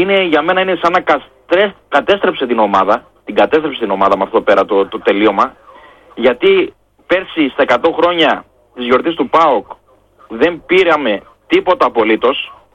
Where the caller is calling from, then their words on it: Eptalofos, Central Macedonia, Greece; από Ασπρόμαυρη Επτάλοφο.